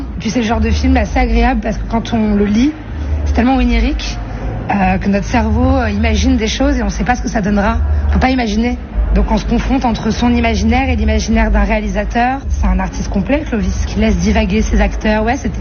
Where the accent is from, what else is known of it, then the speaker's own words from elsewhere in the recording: Nice, Provence-Alpes-Côte d'Azur, France; Je suis née à Nice. J'ai grandi à Nice jusqu'à mes 18 ans quasiment.